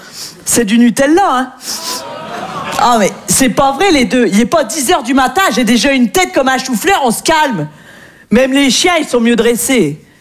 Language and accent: French; northern France, France; moi je viens du nord de la France, et c'est vrai qu'on est très gentil dans le nord